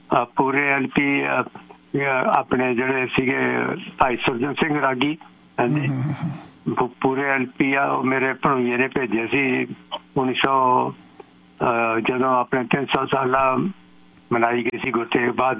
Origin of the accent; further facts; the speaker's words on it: Mangli Uchi, Punjab, India; ਤੇ ਮੇਰਾ ਪਿੰਡ ਹੈਗਾ ਮੰਗਲੀ ਉੱਚੀ।